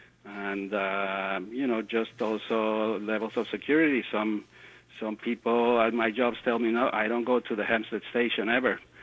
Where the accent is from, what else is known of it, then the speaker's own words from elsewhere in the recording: Mexico; now in United States; I'm an immigrant from Mexico.